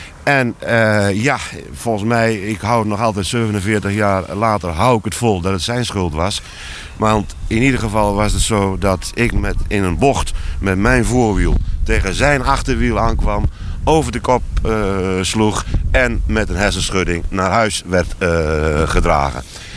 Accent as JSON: {"language": "Dutch", "town": "Coevorden", "region": "Drenthe", "country": "Netherlands", "tie": "born or raised there"}